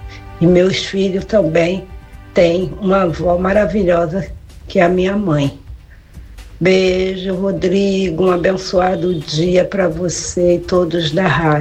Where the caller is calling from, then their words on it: Rio de Janeiro, Brazil; sou do bairro de Ramos, paróquia Santa Rita dos Impossíveis.